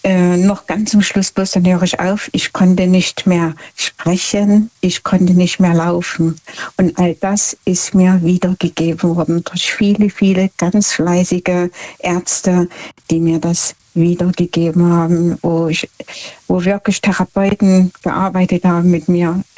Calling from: Markkleeberg, Saxony, Germany; Von ganz, ganz, ganz weit her, von Markkleeberg. Ich bin eine Sächsin aus Sachsen, Leipzig.

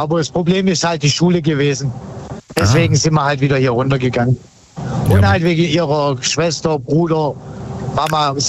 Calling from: Baden-Württemberg, Germany; Ich komme aus dem Kreis Tübingen.

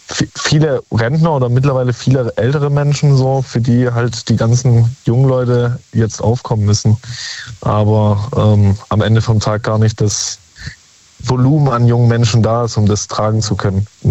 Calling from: Lauffen am Neckar, Baden-Württemberg, Germany; Ich komme aus Laufen am Neckar.

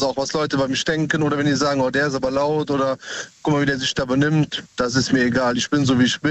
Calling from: Cologne, North Rhine-Westphalia, Germany; Aus Köln.

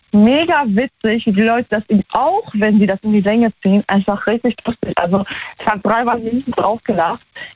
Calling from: Trier, Rhineland-Palatinate, Germany

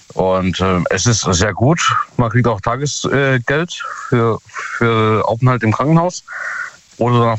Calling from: Ottersweier, Baden-Württemberg, Germany; Jawohl, aus Ottersweier.

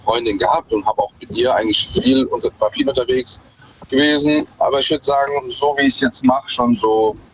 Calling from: Mannheim, Baden-Württemberg, Germany; Aus Mannheim.

